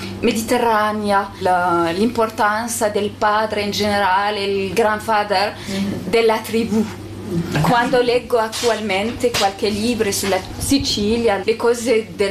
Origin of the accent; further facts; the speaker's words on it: Beni Mellal, Béni Mellal-Khénifra, Morocco; Italian is a second language; now in Tangier, Morocco; Sono originaria da Benimilella, nel fine del Medio Atlante e l'inizio del Grande. Sono arrivata qui in Tangere nel 2017 per essere insegnante dell'arabo letterario.